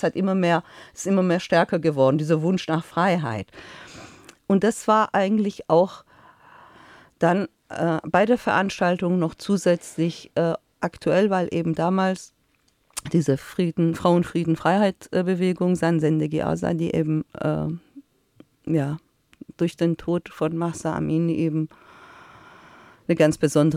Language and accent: German; Iran; also uns hat, also mir persönlich als Iranerin hat die Anteilnahme sehr gefehlt.